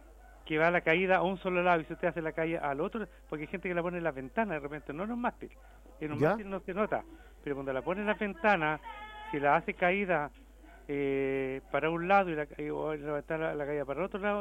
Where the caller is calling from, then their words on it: San Carlos, Ñuble, Chile; De San Carlos